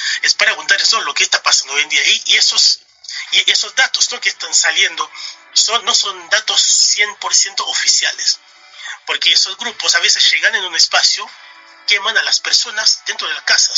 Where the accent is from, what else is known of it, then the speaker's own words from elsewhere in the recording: Haiti; lo que está pasando en mi país, Haití.